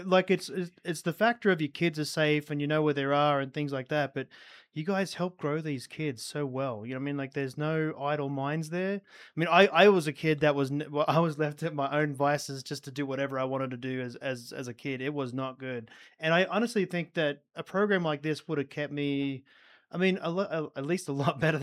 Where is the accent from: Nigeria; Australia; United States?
Australia; I'm from Australia.